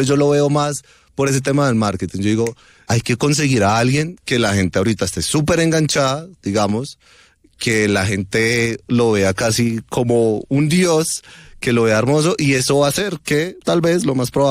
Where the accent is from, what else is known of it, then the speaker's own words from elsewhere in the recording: Colombia; la que me estoy comiendo en mi país, que hablo el idioma, que al menos conozco los barrios